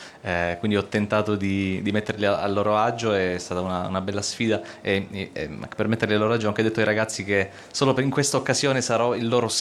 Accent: Sicily, Italy; now in Weimar, Germany; 3 settimane in Sicilia, sono siciliano, vado un po' a casa anche perché da un anno a questa parte lavoro, vivo in Germania, a Weimar

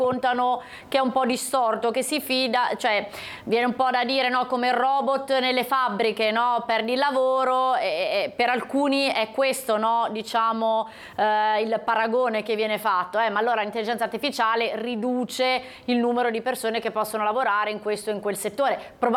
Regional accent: Casella, Liguria, Italy; born there; lo dice una che è nata a Casella

